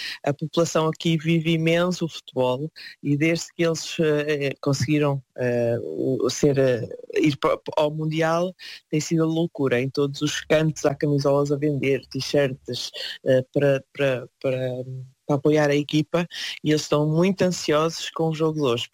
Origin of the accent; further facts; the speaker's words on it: Portugal; algumas que sabem que eu sou portuguesa